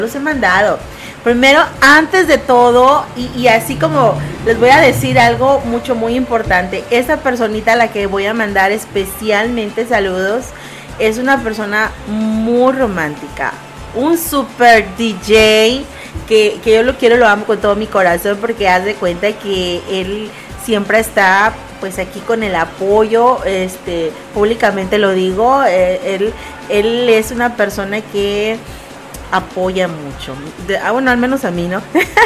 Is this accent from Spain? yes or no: no; Yucatán, Mexico; accent: Yucatecan; luego me dicen que tengo voz de yucateca. Pues vivo en Yucatán, ¿cómo no voy a tener voz yucateca?